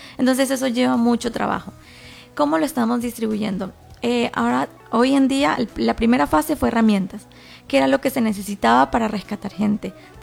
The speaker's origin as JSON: {"language": "Spanish", "country": "Venezuela", "moved": "yes", "lives_now": "Costa Rica"}